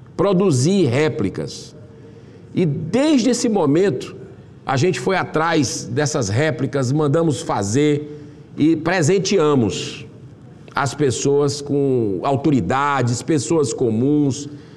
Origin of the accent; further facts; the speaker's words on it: Juazeiro do Norte, Ceará, Brazil; Lá da minha terra, de Juazeiro do Norte, terra de Padim Cícero, nosso Padim, nosso querido Padre Cícero